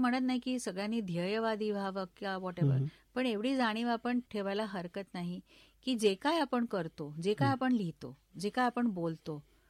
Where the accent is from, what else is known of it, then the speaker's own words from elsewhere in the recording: Mumbai, Maharashtra, India; born there; Marathi is a second language; मुंबईत माझा जन्म झालाय, तर मी मूळ ऍक्च्युली महाराष्ट्राचीच आहे आणि आमच्या घरात नेहमी वेगवेगळी भाषा बोलण्याची पद्धत होती